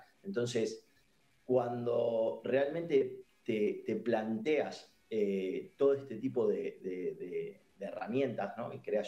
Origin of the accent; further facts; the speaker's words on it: Argentina; moved away as an adult; now in Spain; yo que vengo de Argentina, que es un lugar que por ahí está muy aislado o lo estaba, digamos, ¿no?, de todo esto y te encontrás, yo llevo 4 años en España